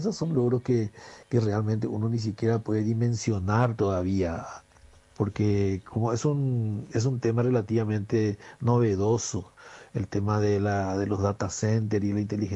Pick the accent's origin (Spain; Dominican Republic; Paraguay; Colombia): Paraguay; now in Taiwan; nosotros como paraguayos